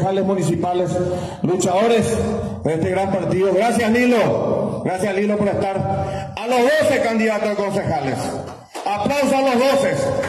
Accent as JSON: {"language": "Spanish", "town": "Carapeguá", "region": "Paraguarí", "country": "Paraguay", "said": "mi pueblo es exigente"}